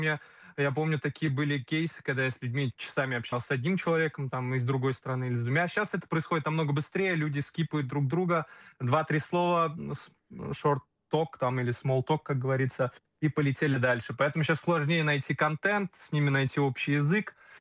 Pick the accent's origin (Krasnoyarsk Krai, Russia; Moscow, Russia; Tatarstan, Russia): Tatarstan, Russia; Kazan; я из Казани, из Республики Татарстан.